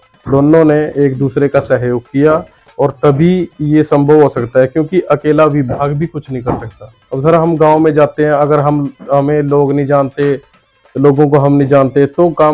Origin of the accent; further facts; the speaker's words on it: Ambala, Haryana, India; और गांव के जो हमारे अम्बाला के निवासी हैं, मैं उनको ये कहना चाहता हूँ